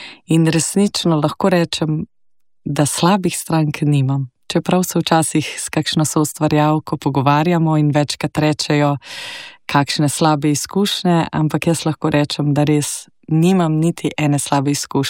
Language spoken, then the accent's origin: Slovenian; Bohinjska Bela, Upper Carniola, Slovenia; Prihajam iz Gorenjske, iz Bohinjske Bele.